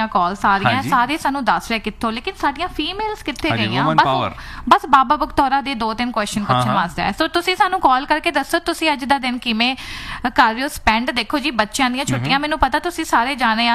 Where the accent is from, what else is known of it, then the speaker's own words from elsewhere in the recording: Amritsar, Punjab, India; moved away; ਮੈਂ ਵੀ ਅੰਮ੍ਰਿਤਸਰ ਤੋਂ ਆ